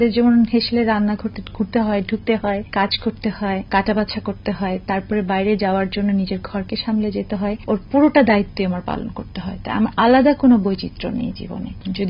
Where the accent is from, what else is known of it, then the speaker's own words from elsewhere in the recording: Matlab, Chittagong Division, Bangladesh; moved away as an adult; now in Dhaka, Bangladesh; আমি তো আসলে চাপুর মতলবের মেয়ে এবং সেখানে আমার জন্ম। আমি ওখানে কলেজ পর্যন্ত ছিলাম, পরে ইউনিভার্সিটিতে ঢাকায় মুভ করেছি।